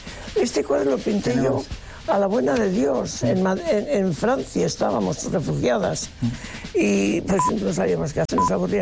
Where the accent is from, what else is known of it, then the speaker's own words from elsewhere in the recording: Basque Country, Spain; Yo como vasca, claro, pues me parece que comíamos muy mal.